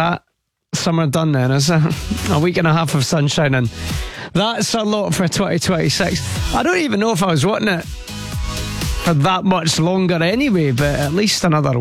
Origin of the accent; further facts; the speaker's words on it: Scotland, United Kingdom; but if that's all we're getting, the coattails of an English heatwave, then it really is being Scottish.